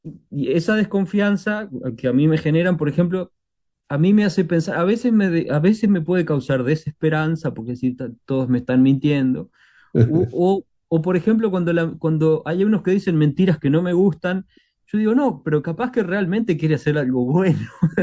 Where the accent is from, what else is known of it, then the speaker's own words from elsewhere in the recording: Uruguay; uno va a Buenos Aires y no es distinguido como uruguayo